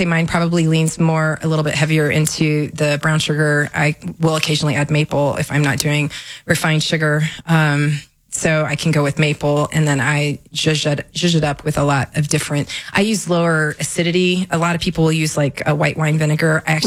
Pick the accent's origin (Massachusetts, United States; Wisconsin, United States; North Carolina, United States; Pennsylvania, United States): North Carolina, United States; So I'm from North Carolina.